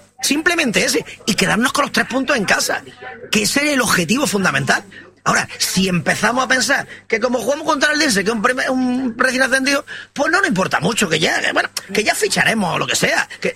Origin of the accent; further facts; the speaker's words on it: Almería, Andalusia, Spain; Ahora la ilusión que tienes es que soy almeriense, que me gusta mi Almería